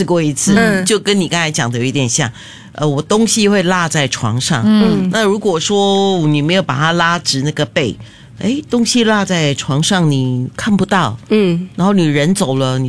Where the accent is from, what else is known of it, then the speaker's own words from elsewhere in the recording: Singapore; 我当然作为新加坡人